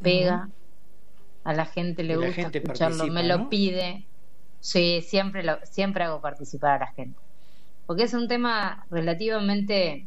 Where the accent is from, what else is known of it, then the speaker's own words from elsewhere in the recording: Saladillo, Buenos Aires Province, Argentina; yo soy de Saladillo